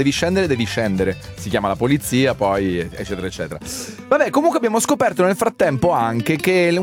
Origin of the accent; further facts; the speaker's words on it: Southern Italy, Italy; io sono terrone dentro e fuori.